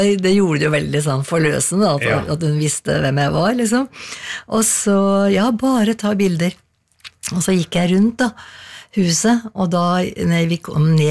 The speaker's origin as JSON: {"language": "Norwegian", "town": "Skreia", "region": "Innlandet", "country": "Norway", "tie": "born or raised there", "lives_now": "Asker, Norway"}